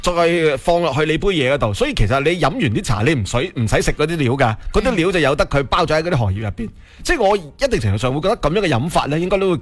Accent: Foshan, Guangdong, China

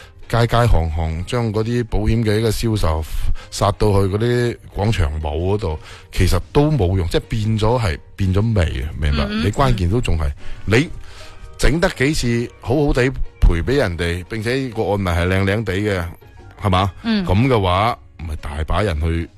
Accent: Guangdong, China; 我哋广东人最兴讲嗰句咧，话唔埋噶嘛。

